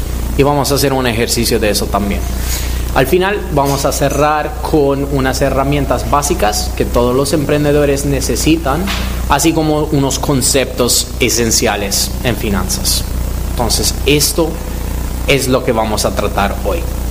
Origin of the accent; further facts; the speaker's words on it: Italy; moved away as an adult; now in United States; Yo soy italiano y llevo 10 años aquí en Estados Unidos. Desde cuando me mudé a Estados Unidos